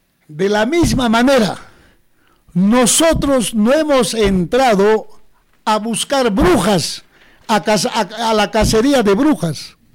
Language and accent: Spanish; Coracora, Ayacucho, Peru